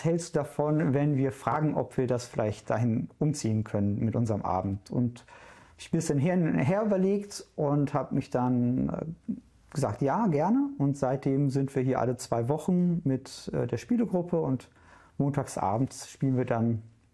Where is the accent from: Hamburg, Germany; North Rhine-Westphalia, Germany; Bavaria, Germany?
North Rhine-Westphalia, Germany; Duisburg; moved away as an adult; also born or lived in Essen / Mülheim / Düsseldorf / Wuppertal; now in Dessau, Germany; ich komme aus Duisburg, weil ich meine ganze Schulzeit da verbracht habe. Die Blitzvariante wäre, ich bin in Essen geboren, in Duisburg aufgewachsen, habe in Mülheim Zivildienst gemacht.